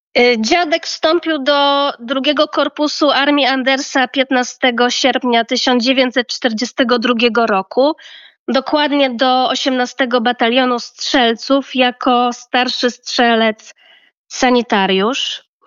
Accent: Warsaw, Masovian Voivodeship, Poland; Ja jestem z Warszawy. Mój dziadek pochodził oraz babcia z Broku. To jest województwo mazowieckie.

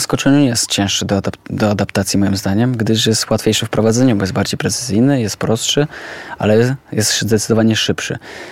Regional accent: Rzeszów, Subcarpathian Voivodeship, Poland; jest to moje miasto, tak? Urodziłem się w Rzeszowie, jestem rzeszowianinem

